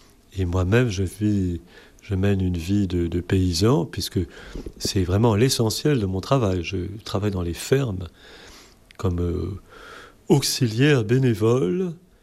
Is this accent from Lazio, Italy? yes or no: yes; Rome, Lazio, Italy; born there; Je suis né à Rome en 1959 et j'ai fait mes études à Paris, j'ai fait une grande école.